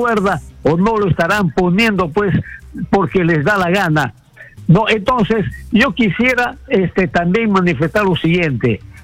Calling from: Iquitos, Loreto, Peru; aquí los loretanos, los de Iquitos especialmente

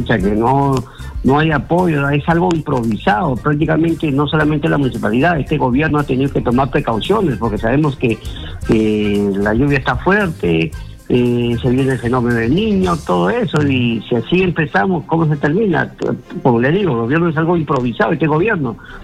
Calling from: Lima, Peru; de Vía María del Triunfo

